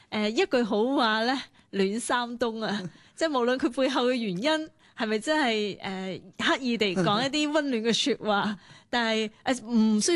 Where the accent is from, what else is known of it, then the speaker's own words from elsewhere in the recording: China; moved away; 可能是我自己童年在内地生活长大了